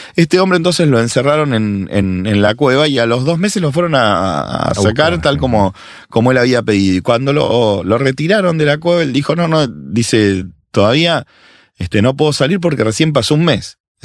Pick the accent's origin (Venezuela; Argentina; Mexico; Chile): Argentina; lo que sí estamos viviendo ahora nosotros los argentinos con la ley del aborto